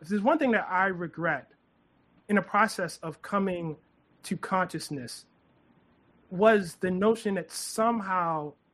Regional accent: Baltimore, Maryland, United States; accent: Baltimore; my Baltimore accent

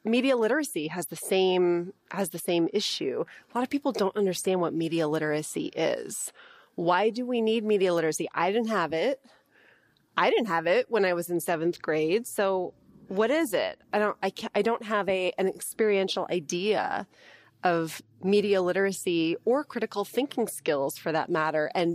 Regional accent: United States; Well, look, I'm an American. That's what I know.

